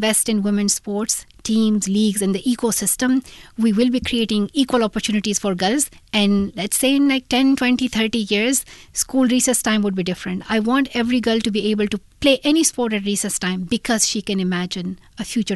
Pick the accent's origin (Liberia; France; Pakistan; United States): Pakistan; I was reflecting on the school recess time for me growing up in Pakistan.